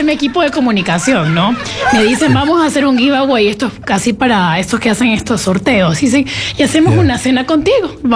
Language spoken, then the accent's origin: Spanish; Quevedo, Los Ríos, Ecuador; born there; moved away; also born or lived in Guayaquil / Quito; yo nací en Quevedo, pero también crecí parte de mi vida en Guayaquil. Mi vida profesional la he hecho en Quito, así que amo Quito. Entonces soy un mix serracosteño bien bonito